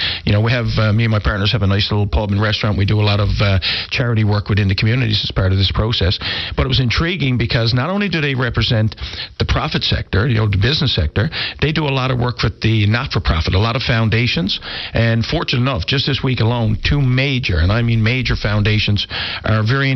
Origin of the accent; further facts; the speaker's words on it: Newfoundland and Labrador, Canada; In my case here, being a Newfoundlander and Labradorian and working with our team in Atlantic Canada